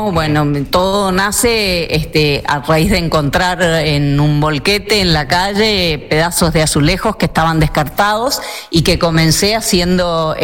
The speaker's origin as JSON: {"language": "Spanish", "town": "Presidencia Roque Sáenz Peña", "region": "Chaco", "country": "Argentina", "said": "un compoblano mío, sanespeñense"}